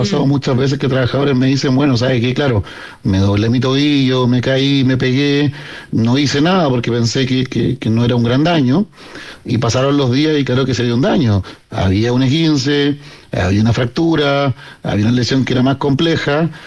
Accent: Punta Arenas, Magallanes and Chilean Antarctica, Chile; Yo soy de Punta Arenas.

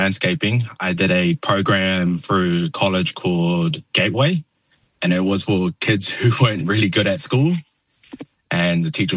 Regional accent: Auckland, New Zealand; I was born in New Zealand. I lived my whole life in Auckland.

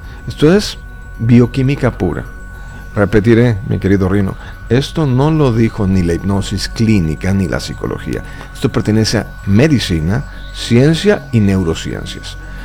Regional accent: Guadalajara, Jalisco, Mexico; also born or lived in Santiago, Chile / United States; me trajeron a México, viví 3 años en México, después me fui otros 3 años a Estados Unidos con papá y mamá, y luego regresamos a Guadalajara. Toda la vida viví en Guadalajara hasta 1997.

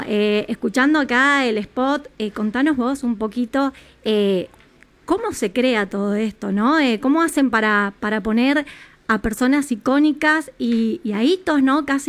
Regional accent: Argentina; los argentinos somos muy exigentes con las publicidades mundialistas.

